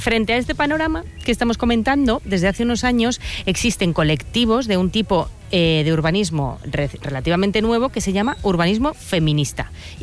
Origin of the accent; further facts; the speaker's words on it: Ferrol, Galicia, Spain; yo soy gallega